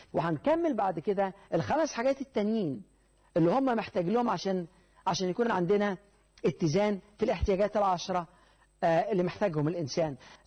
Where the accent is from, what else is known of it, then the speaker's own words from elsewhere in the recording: Egypt; تقول انا مصري فخور بيها، انا عربي فخور بيها، مهما قالوا علينا مهما حصل.